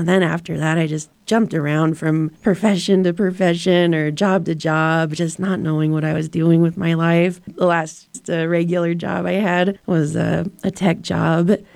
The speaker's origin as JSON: {"language": "English", "town": "Salt Lake City", "region": "Utah", "country": "United States", "tie": "born or raised there", "lives_now": "Park City, United States", "said": "Yep, I've lived in Utah my whole life. My family is originally from Shiprock, New Mexico. But okay. I grew up in Utah, in Salt Lake, and then moved to Park City 3 years ago."}